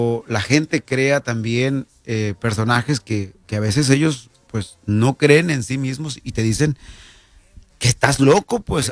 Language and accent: Spanish; Cacalotán, Sinaloa, Mexico; moved away; hice un grupo de soy de Cacalotán